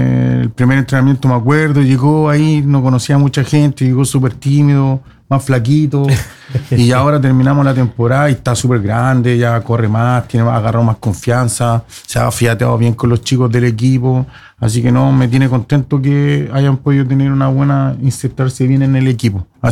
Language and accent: Spanish; Concón, Valparaíso, Chile; now in Norway; yo soy de Concón. Yo vivo en Concón, o sea, mi familia, mi padre, yo me crié en Concón, nací en Concón.